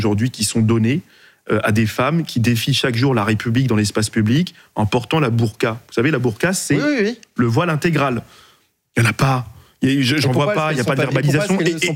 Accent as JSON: {"language": "French", "town": "Roubaix", "region": "Hauts-de-France", "country": "France", "tie": "born or raised there", "said": "Vous savez, j'ai grandi, moi, à Roubaix."}